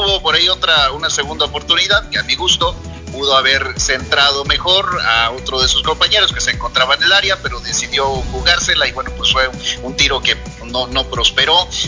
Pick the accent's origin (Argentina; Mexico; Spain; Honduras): Mexico; la fuerza de la unión que tenemos como mexicanos.